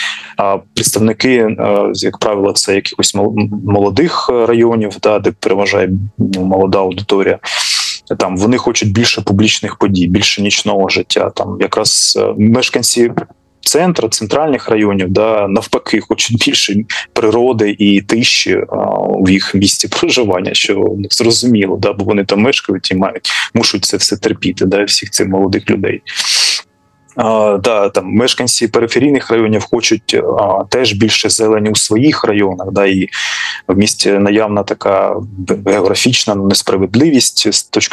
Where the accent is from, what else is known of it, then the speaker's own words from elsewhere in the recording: Kharkiv, Kharkiv Oblast, Ukraine; Я харків'янин